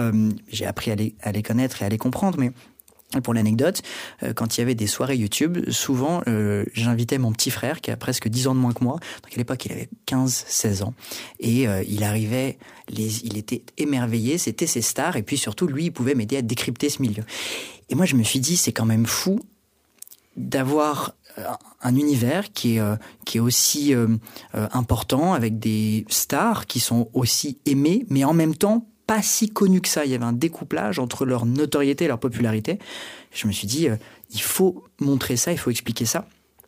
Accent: Paris, Île-de-France, France; moi, je suis né, j'ai grandi à Paris, d'un père québécois, et donc toute ma famille est au Québec. Donc j'ai vraiment grandi entre ces deux cultures.

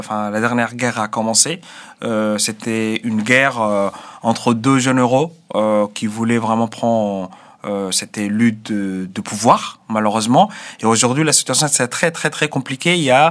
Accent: Sudan; French is a second language; now in France; Et je lui ai dit, j'aimerais reprendre mes études, je suis réfugié du Soudan, etc.

